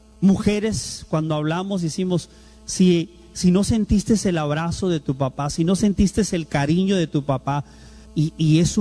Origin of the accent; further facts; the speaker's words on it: Tijuana, Baja California, Mexico; born there; Yo nací aquí en Tijuana. Por supuesto, una madre soltera fue la que me crió.